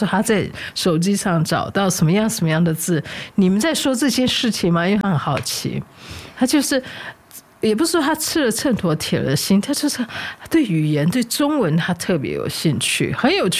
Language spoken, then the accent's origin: Chinese; Taiwan; accent: Taiwanese; 对，我的普通话还蛮台湾腔的，